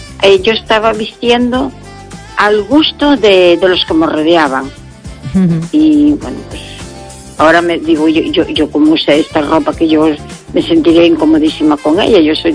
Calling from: Pontevedra, Galicia, Spain; Buenas noches … de Pontevedra.

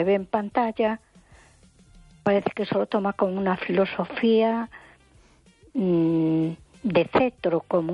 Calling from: A Coruña, Galicia, Spain; de Coruña.

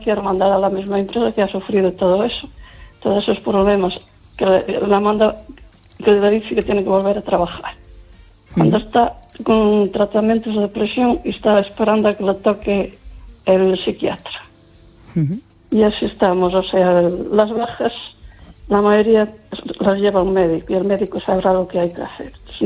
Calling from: Lugo, Galicia, Spain

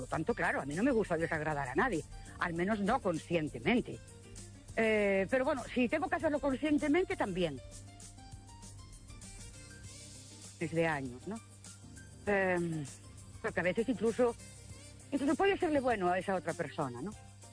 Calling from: Ourense, Galicia, Spain; de Ourense.

